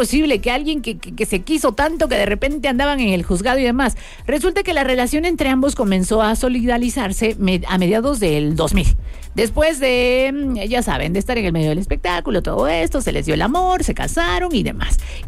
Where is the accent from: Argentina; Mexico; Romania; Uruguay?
Mexico; ¿cuál es la peor costumbre de los mexicanos que como buenos mexicanos tenemos?